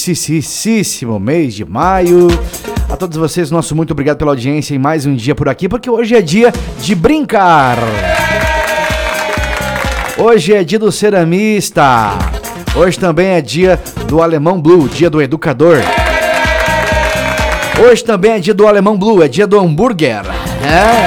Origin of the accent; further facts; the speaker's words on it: Francisco Beltrão, Paraná, Brazil; alô Francisco, Beltrão, minha terra, meu chão, meu lugar pra morar